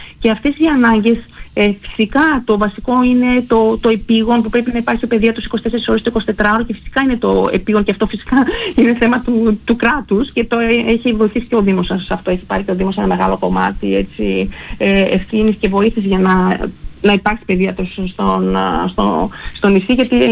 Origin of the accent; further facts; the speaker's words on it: Florina, Western Macedonia, Greece; χωρίς είμαι βουνίσια, κατάγομαι από τη Φλόρινα